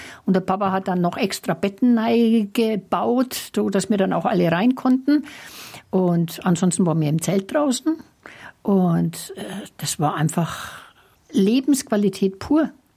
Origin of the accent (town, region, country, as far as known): Schwabach, Bavaria, Germany; born or raised there; also born or lived in Kelheim